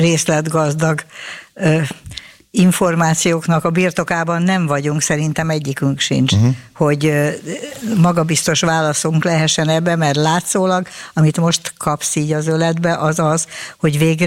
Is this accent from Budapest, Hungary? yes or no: yes; Budapest, Hungary; és én nekem kívülállóként és budapestiként az az érdekem, hogy az én kormányom legyen jóba az én fővárosommal, mert akkor nekem itt lakóként akkor lesz jó a helyzetem.